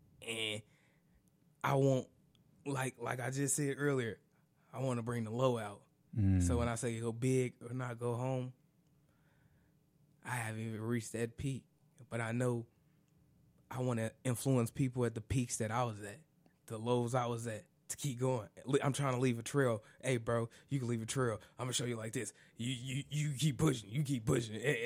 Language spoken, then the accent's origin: English; Champaign, Illinois, United States; I'm from Champaign, and I'm from two blocks of this park. I've been at this park growing up to live. That was like my second home.